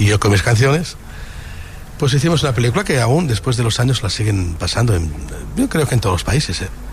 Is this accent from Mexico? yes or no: no; Catalonia, Spain; quiero mucho a la Argentina, pero que yo soy catalán.